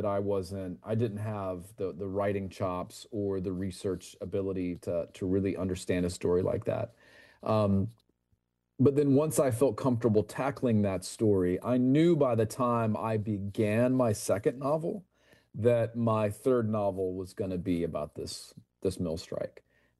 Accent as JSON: {"language": "English", "town": "Gastonia", "region": "North Carolina", "country": "United States", "tie": "born or raised there", "moved": "yes", "said": "I grew up in Gastonia, North Carolina, where the novel's set. I was the first generation in my family not to be born in a mill village."}